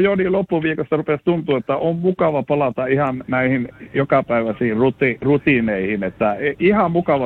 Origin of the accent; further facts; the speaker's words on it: Fagersta, Västmanland, Sweden; born there; mähän asun täällä ja olen syntynyt täällä Fagerstassa, Ruotsissa.